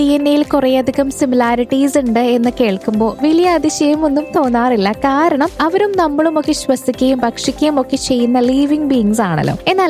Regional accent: Kerala, India; നമ്മൾ മലയാളികൾക്ക്

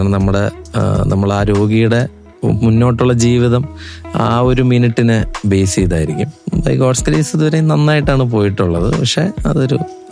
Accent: Thiruvananthapuram, Kerala, India; ഞാനൊരു തിരുവനന്തപുരത്തുകാരനാണ്.

